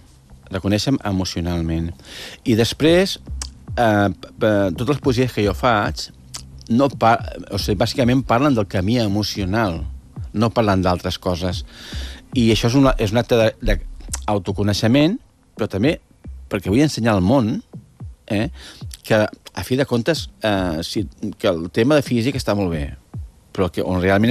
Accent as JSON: {"language": "Catalan", "region": "Catalonia", "country": "Spain", "said": "I jo, perfecte, m'he dit, igual, jo soc catalana."}